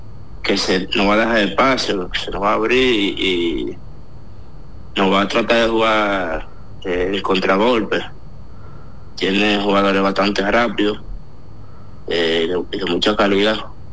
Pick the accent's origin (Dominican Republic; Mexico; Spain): Dominican Republic; moved away as an adult